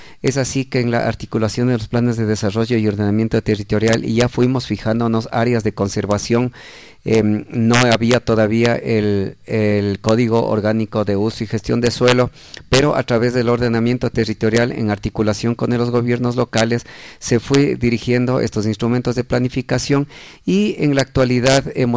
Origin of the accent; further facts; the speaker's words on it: Latacunga, Cotopaxi, Ecuador; yo soy de aquí, del Cantón Latacunga, Parroquia Láquez. Soy de aquí arriba del barrio San Marcos. Desde niño he estado ligado a los páramos